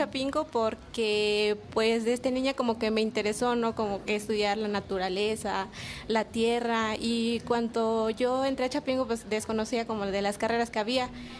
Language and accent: Spanish; Metlatonoc, Guerrero, Mexico; first language Mixtec; Spanish is a second language; moved away as an adult; somos de Metlatono Guerrero, o en nuestra lengua, que es el Tunzabi, es Itiatano.